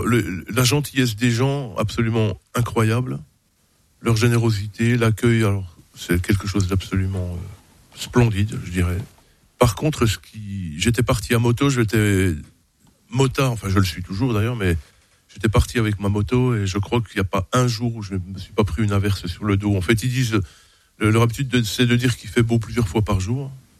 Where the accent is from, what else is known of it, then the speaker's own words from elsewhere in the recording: Montbéliard, Bourgogne-Franche-Comté, France; moved away as an adult; now in Besançon, France; je suis né à Montbéliard, mais je me sens byzantin beaucoup plus que montbéliardais. Ça fait un petit moment quand même que je suis ici maintenant.